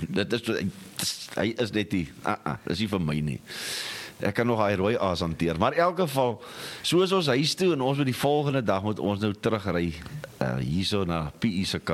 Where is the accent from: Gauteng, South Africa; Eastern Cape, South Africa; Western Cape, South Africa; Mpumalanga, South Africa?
Eastern Cape, South Africa; Kirkwood; ek kom van Kirkwood af, espresso, wat is dit?